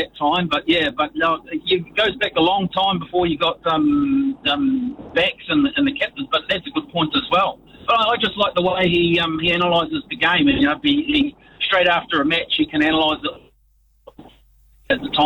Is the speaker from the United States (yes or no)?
no; Waikato, New Zealand; Oh, I'm a Waikato boy.